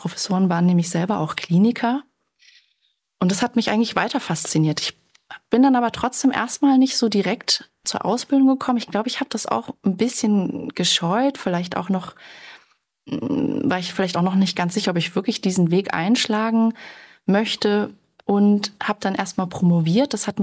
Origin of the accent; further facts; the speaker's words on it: Germany; first language German and French; ich bin zweisprachig aufgewachsen, mit meinem Vater habe ich Französisch gesprochen, mit meiner Mutter Deutsch, ich bin ja auch in Deutschland aufgewachsen.